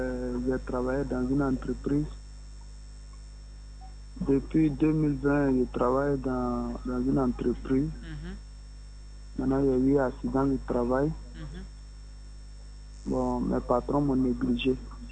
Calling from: Songon, Abidjan, Côte d’Ivoire; J'appelle de Sangon.

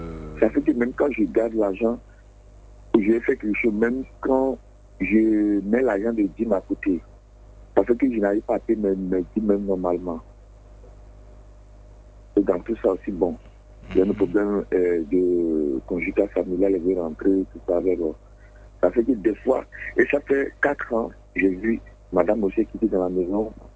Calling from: Togo; Je suis un Togolais.

